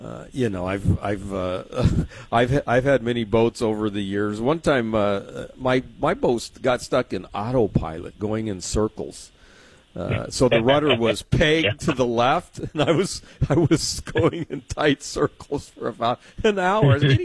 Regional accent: San Diego, California, United States; moved away; I've been on a lot of harbor cruises growing up in San Diego

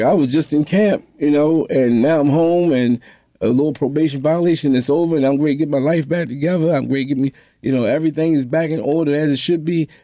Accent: Baltimore, Maryland, United States; Yeah, I was born in Baltimore, around the Poplar Grove area. Grew up.

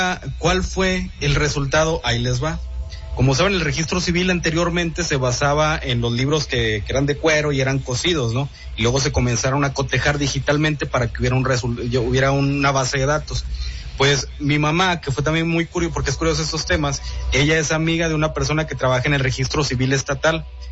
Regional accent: San Juan del Río, Durango, Mexico; Entonces, en mi pueblo es el segundo colonizado aquí en el estado de Durango. El primero fue Nombre de Dios y luego fue San Juan de Río en las misiones franciscanas.

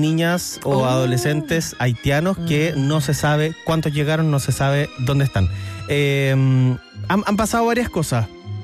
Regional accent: Viña del Mar, Valparaíso, Chile; now in Santiago, Chile; Resulta que yo soy de Viña y llevo 6 años viviendo en Santiago. 7. 7 años viviendo en Santiago

